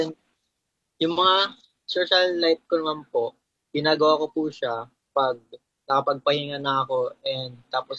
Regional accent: Cardona, Calabarzon, Philippines; Taga-Cardona po ako.

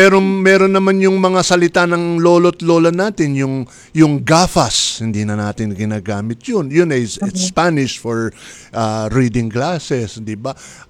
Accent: Pasay City, Metro Manila, Philippines; Nung ako'y, when I was growing up sa Pasay City, merong salita, sinasalita ng aking mga senior na kasama, yung salitang isputing.

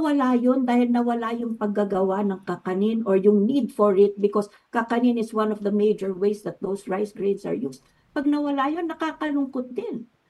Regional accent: Luzon, Philippines; Napakaganda nating tao at hindi tayo maganda lang kasi taga Luzon ako

